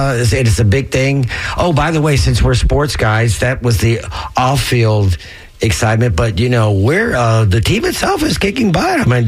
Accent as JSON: {"language": "English", "town": "Tampa", "region": "Florida", "country": "United States", "tie": "born or raised there", "said": "Well, growing up in Tampa, we had none of that. I mean, we didn't have it before the Bucs. I had to watch the Miami Dolphins was my team. That was the only team in Florida at the time."}